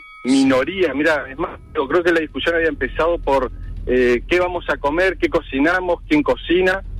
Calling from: Montevideo, Uruguay; En Montevideo, ahora estoy justo en la calle Garzón.

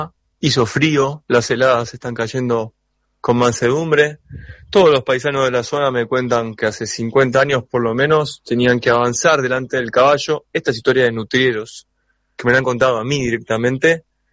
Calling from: Argentina

